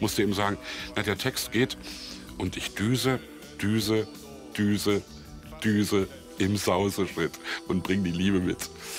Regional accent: East Germany, Germany; ein Lied über mein erstes Westauto, ich als Ossi, ja.

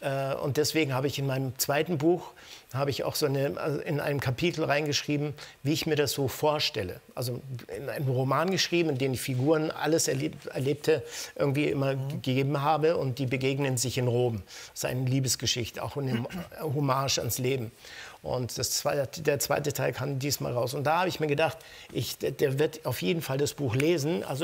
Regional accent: Lugano, Ticino, Switzerland; Also meine Mutter, die jetzt gerade in Lugano, wir sind ja aus Lugano, aus dem Ticino, und mein Onkel und so, die leben da unten

